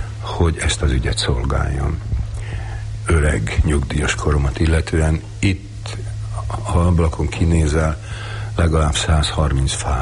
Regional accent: Kunszentmárton, Jász-Nagykun-Szolnok, Hungary; Kúszen Mártonban, az Zrínyi utcában laktunk, és annak utcának a végén, ahogy megyünk Varjúhát felé, volt egy tér

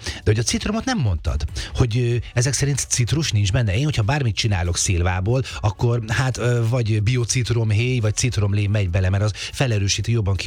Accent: Debrecen, Hajdú-Bihar, Hungary; moved away; Én Debrecenből jövök

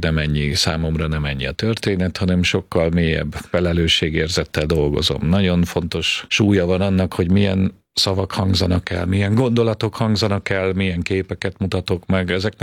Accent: Budapest, Hungary; Én Budapesten születtem, igazából Zuglóban nevelkedtem fel egy lakótelepen, úgynevezett panelházban, átlagosnak nevezhető magyar családban, még csak értelmiségi családnak sem mondanám.

